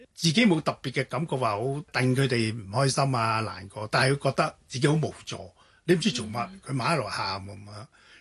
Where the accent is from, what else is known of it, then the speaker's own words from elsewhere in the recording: China; 尤其我哋中國人好興話節哀順變啦嚇。